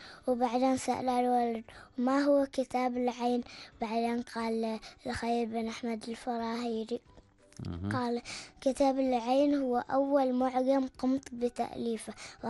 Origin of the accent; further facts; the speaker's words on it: Oman; من بلدي عمان الحبيبة